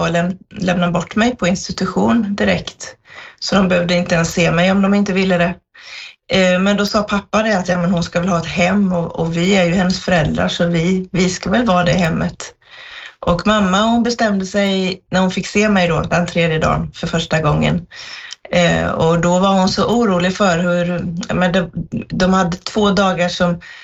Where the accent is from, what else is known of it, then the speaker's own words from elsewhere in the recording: Jönköping County, Sweden; Jag kommer ifrån södra Sverige utanför Jönköping och jag var ett väldigt väldigt efterlängtat barn.